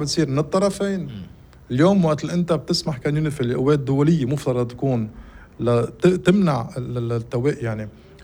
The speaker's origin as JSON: {"language": "Arabic", "country": "Lebanon", "said": "أنا كلبناني"}